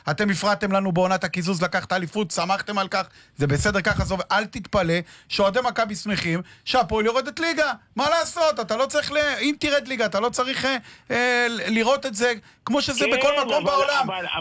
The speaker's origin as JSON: {"language": "Hebrew", "town": "Kiryat Yam", "region": "Haifa District", "country": "Israel", "tie": "born or raised there", "said": "אני, בשבילי, אני גדלתי בקריית ים, השכנים שלי יודע הפועל חיפה"}